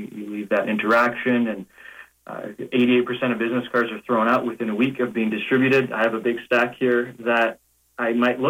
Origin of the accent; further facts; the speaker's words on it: Canada; I'm a Canadian champion of beatboxing.